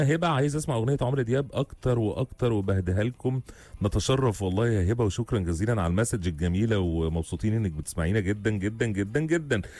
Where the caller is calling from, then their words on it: Riyadh, Riyadh Province, Saudi Arabia; بسمعكم انا وجوزي من الرياض محشورين في الزحمه في زحمه في الرياض